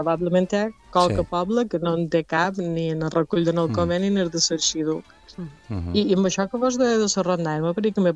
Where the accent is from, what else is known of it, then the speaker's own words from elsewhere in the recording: Inca, Balearic Islands, Spain; Per exemple, jo que som d'Inca, l'Inca ha tingut molt poca sort amb això, perquè en té molt poquetes de recollides.